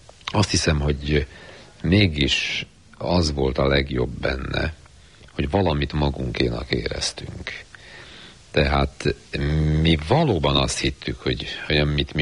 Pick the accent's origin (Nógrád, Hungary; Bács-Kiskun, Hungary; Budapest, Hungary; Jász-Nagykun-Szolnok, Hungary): Budapest, Hungary; mi a Flasteron nőttünk fel. Én ott laktam a 9-ben, szóval ház, tégla, beton, Flaster, ott nőttünk föl, és fölmegy az ember az úttörő vasútra, akkor Hűvösvölgytől a Széchenyi hegyig